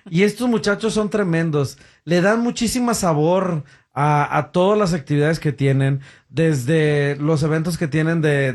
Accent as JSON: {"language": "Spanish", "region": "Guanajuato", "country": "Mexico", "tie": "born or raised there", "moved": "yes", "said": "que en el que estaba por mi tierra, por mi colonia allá en Guanajuato."}